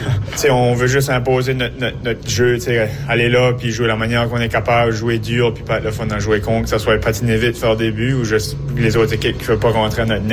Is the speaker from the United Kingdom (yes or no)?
no; New Brunswick, Canada; Moi, je suis acadien, je viens d'ici la région. J'ai grandi en écoutant